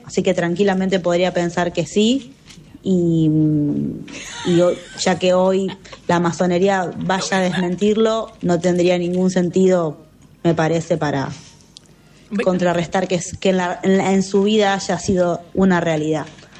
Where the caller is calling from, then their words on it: Rosario, Santa Fe, Argentina; Dejo mi fecha de nacimiento, 26 de julio de 1986. … de Rosario y quería saber sobre el amor.